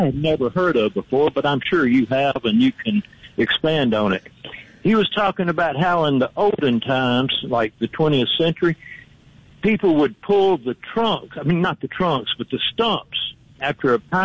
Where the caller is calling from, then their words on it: Mississippi, United States; I'm from Mississippi.